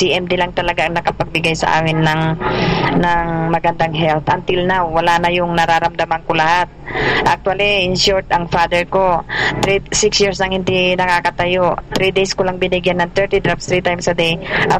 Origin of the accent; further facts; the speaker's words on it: Malasiqui, Pangasinan, Philippines; Malasiki, Pangasinan. I'm from Malasiki, Pangasinan. Okay. Northern part of Luzon.